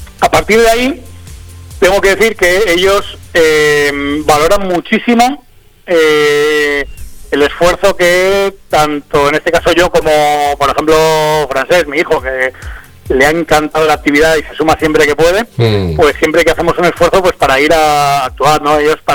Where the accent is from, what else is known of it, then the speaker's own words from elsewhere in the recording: Granollers, Catalonia, Spain; born there; moved away as an adult; now in Palencia, Spain; Yo nací en Granollers, con 23 años me vine a Palencia, llevo más tiempo aquí en Palencia, me considero palentino y plenamente integrado.